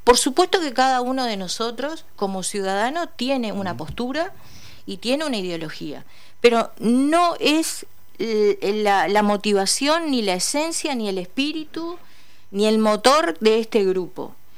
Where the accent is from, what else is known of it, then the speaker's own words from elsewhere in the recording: Uruguay; como uruguayos lo vamos a entender todos